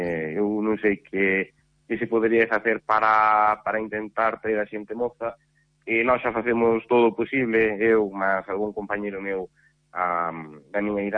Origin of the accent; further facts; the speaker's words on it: Carballo, Galicia, Spain; además eu son daqui de, pues son de Carballo, e por eso además tamén fai moitísima ilusión dirixir … aquí en Carballo temos unha tradición moi grande de música tradicional galega